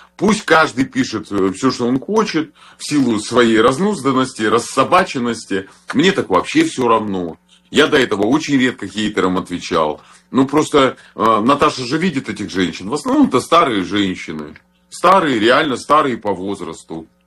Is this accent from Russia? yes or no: yes; Russia; Я россиянин.